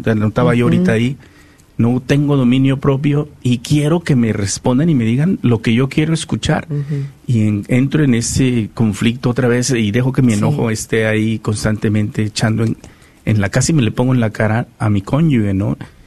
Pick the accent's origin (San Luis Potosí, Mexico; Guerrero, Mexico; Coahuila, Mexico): Guerrero, Mexico; Bueno, la mayoría sabe, ¿no?, que soy de Guerrero, y en Guerrero hablamos, que cuidado, ¿no?